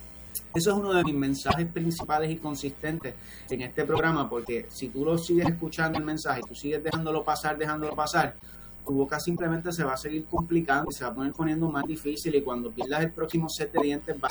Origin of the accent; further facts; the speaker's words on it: Puerto Rico; nos gusta como puertorriqueños